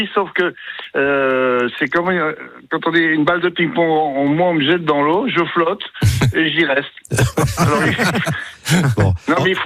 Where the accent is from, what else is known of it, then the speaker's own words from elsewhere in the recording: Normandy, France; je suis remonté chez moi en Normandie, là.